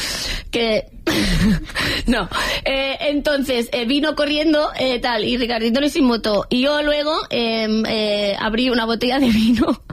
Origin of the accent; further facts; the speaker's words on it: Catalonia, Spain; agua porque soy catalana, ¿vale?